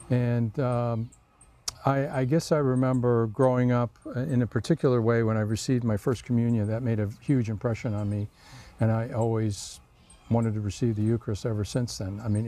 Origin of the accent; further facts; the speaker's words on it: Michigan, United States; and I'm from Michigan originally, and kind of the rest is history.